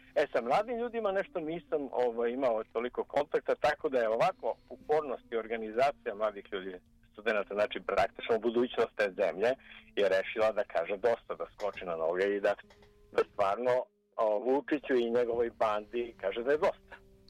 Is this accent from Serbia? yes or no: yes; Serbia; moved away as an adult; mi smo imigrirali iz Srbije još 96. godine, zahvaljujući Miloševiću i njegovoj sviti.